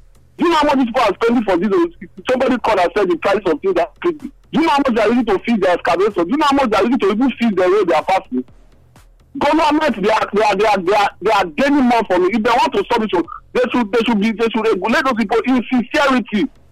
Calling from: Benin City, Edo, Nigeria; I'm calling from Benin.

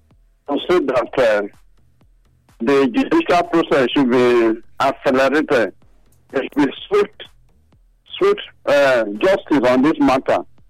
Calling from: Nigeria

